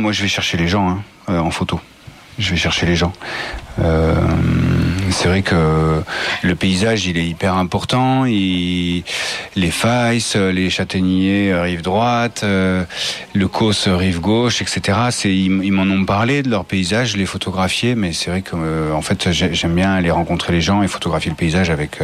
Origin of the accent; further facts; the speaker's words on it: Le Rozier, Occitanie, France; now in Millau, France; j'ai grandi à Rosiers, enfin Mossujol, le Rosier, ce coin là quoi. Et en fait mon territoire, il était entre le Rosier et Millau, Causse Noire, Larzac.